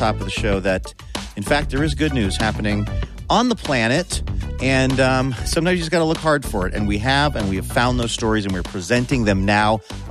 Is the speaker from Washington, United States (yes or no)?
yes; Seattle, Washington, United States; I was raised in Seattle, so I feel a particular sense of pride about this raccoon named Jimothy